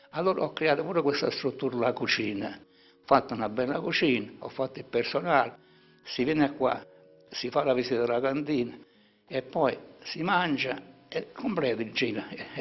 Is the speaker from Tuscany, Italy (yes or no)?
no; Taurasi, Campania, Italy; Taurasi è tutto, è la mia vita. Io sono nato qua a Taurasi e sono vissuto qua, sono stato qua, ho fatto tanto per Taurasi